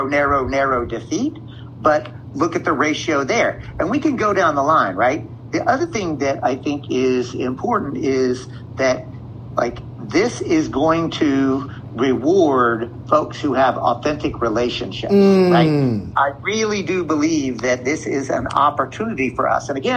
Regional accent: Texas, United States; I'm from Texas, right? And I'm 63 years old from Texas. I came up at a time when the Democrat Party had an absolute hold on that state

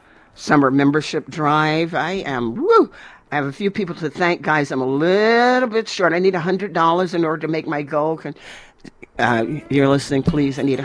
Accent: New York, United States; I'm from New York

